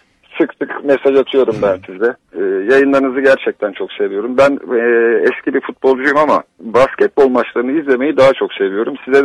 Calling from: Bursa, Turkey; ben Bursa'dan.

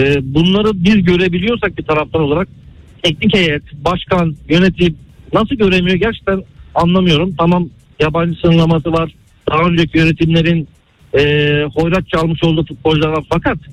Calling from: Antalya, Turkey; Antalya'dan arıyorum.

